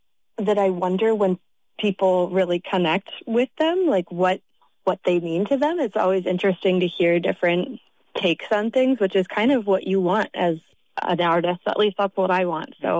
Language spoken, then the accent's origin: English; Leelanau County, Michigan, United States; moved away as an adult; also born or lived in Boston / Valencia, Spain / Nashville; I grew up in Leelanau County with parents and family that really appreciate folk and roots music.